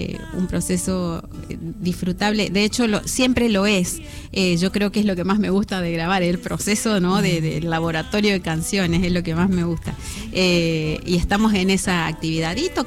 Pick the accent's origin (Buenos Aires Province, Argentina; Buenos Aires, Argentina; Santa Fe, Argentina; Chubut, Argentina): Santa Fe, Argentina; Reconquista; soy de Reconquista, la perla del norte santafesino.